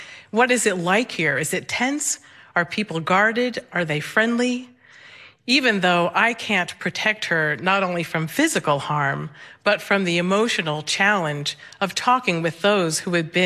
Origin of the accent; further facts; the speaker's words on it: New York, United States; now in Littleton, United States; I'm originally from New York State, but I have lived in Littleton, Massachusetts for nearly 30 years.